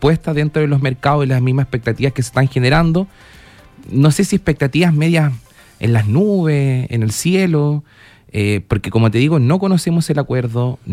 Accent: Chile; nosotros como chilenos

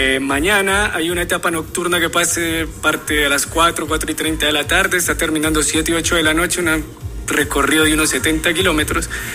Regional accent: Colombia; moved away as an adult; now in Chile; yo vengo de Colombia. Llegué hace 11 años

